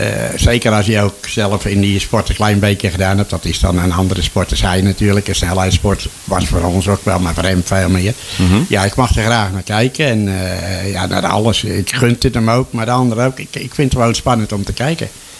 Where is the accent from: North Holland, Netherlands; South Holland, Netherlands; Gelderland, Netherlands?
South Holland, Netherlands; Bodegraven; born there; 1 februari 1945 en ik ben in Bodegraven geboren.